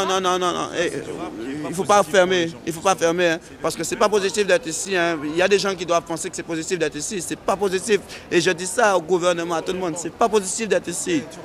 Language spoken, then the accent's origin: French; France